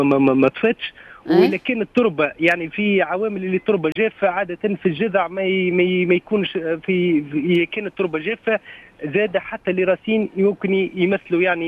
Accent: Tunisia

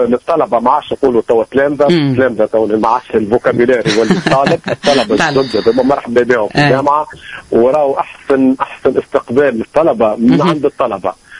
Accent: Tunisia

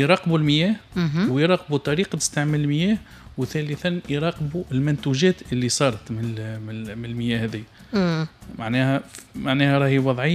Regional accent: Tunisia; عندنا في تونس

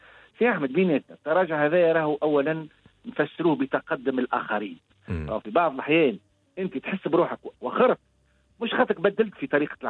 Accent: Tunisia; أنا كتونسي

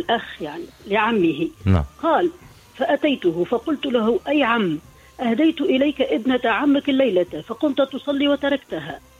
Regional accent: Tunisia; لماذا في تونس عندنا عادات أظن أنها بعيدة شوية عن العقيدة؟

